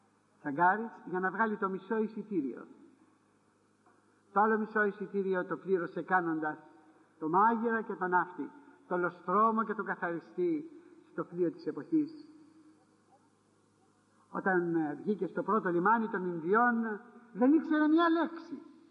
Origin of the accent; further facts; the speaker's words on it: Corfu, Ionian Islands, Greece; Στην πατρίδα μου την Κέρκυρα πουλάνε το πορτοκάλι όταν ακόμα οι πορτοκαλιές ανθοφορούνε.